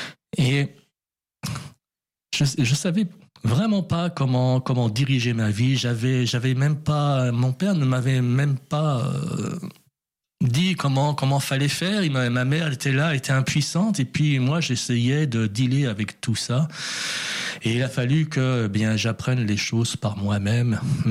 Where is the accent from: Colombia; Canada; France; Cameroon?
France; born there; je suis né en France. Il y a une tradition de l'alcool en France.